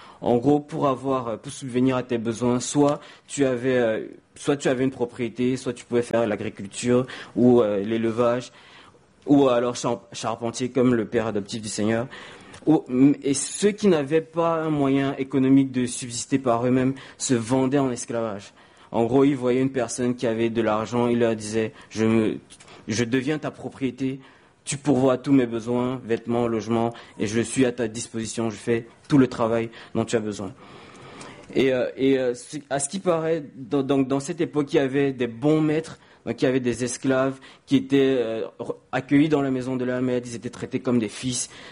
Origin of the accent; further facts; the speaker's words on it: Cameroon; now in France; je suis camerounais.